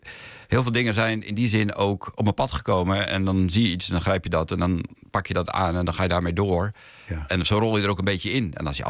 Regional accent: northern Netherlands, Netherlands; uit het noorden.

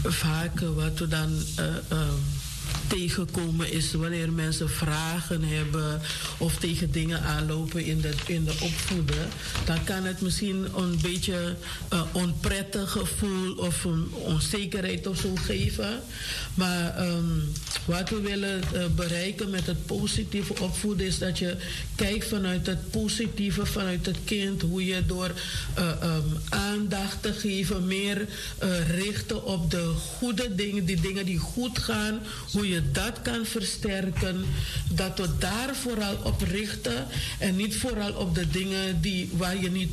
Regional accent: Curaçao; now in Amsterdam, Netherlands; Ik kom oorspronkelijk uit Curaçao en ik werk als opvoedadviseur bij het ouder- en kindteam Amsterdam, hier in de Bijlmer.

